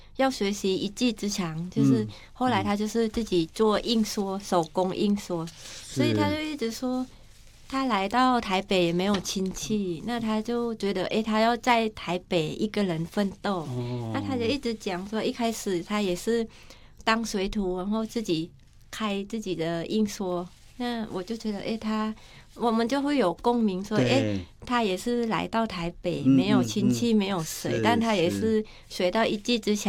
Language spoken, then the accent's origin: Chinese; Thailand; now in Taiwan; 就是因为我公公他也了解我是从泰国过来，他就每次都是鼓励我